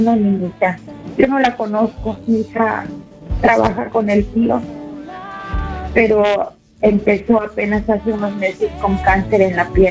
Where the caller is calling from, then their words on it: Harlingen, Texas, United States; te hablo de Harlingen, en Texas.